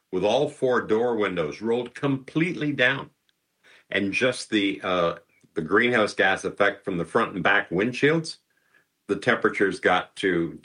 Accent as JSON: {"language": "English", "country": "Canada", "said": "as Canadian consumers"}